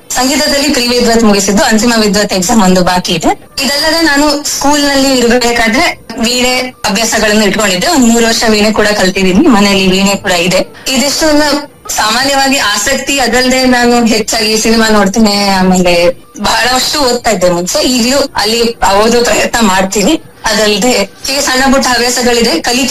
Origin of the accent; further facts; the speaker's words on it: Shivamogga, Karnataka, India; ನನ್ನ ಪರಿಚಯ ಹೇಳಬೇಕು ಅಂದ್ರೆ, ನಾನು ಶಿವಮೊಗ್ಗದಲ್ಲಿ ಜನಿಸಿ ಬೆಳೆದಿದ್ದು.